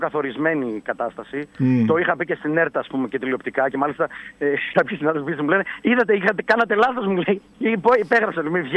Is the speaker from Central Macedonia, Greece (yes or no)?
yes; Thessaloniki, Central Macedonia, Greece; είμαστε όλοι από τη Θεσσαλονίκη